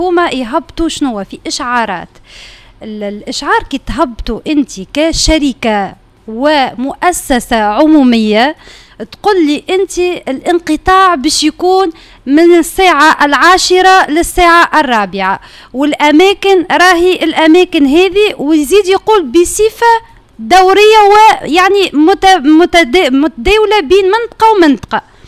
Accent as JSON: {"language": "Arabic", "country": "Tunisia", "said": "بلادنا تعدى بفترة استثنائية جدا،"}